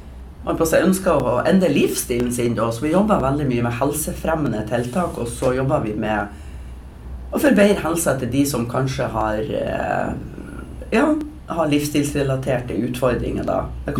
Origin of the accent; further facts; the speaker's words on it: Dønna, Nordland, Norway; now in Hemnes, Norway; Ja, jeg er ifra Dømna opprinnelig.